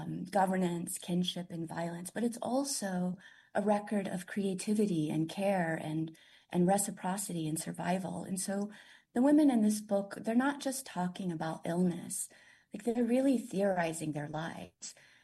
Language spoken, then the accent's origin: English; Tulsa, Oklahoma, United States; Yeah, so I grew up in Tulsa, and, you know, we lived outside of the reservation boundaries, so we weren't eligible for commodity foods.